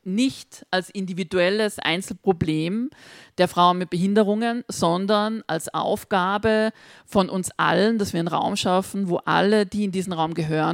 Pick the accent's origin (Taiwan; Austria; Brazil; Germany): Austria; Salzburg; accent: Pinzgau dialect; Gibt es auch im Pinzgerischen, wo ich herkomme? Ist ein, gute Worte haben wir im Dialekt.